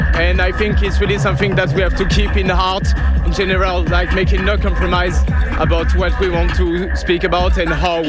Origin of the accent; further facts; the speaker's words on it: Marseille, Provence-Alpes-Côte d'Azur, France; I'm coming from Marseille, South France.